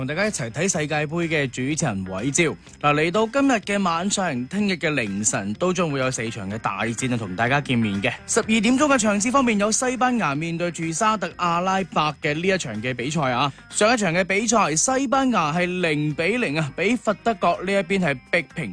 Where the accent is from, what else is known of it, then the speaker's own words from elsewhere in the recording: Guangdong, China; 我哋广东人讲咧 hea 打